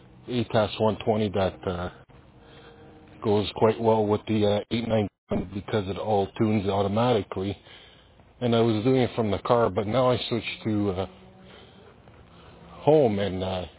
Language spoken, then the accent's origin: English; Toronto, Ontario, Canada; Well, yeah, I'm from Toronto, and I just live outside of the city there on the east side of Ajax, like borders Pickering and Oshawa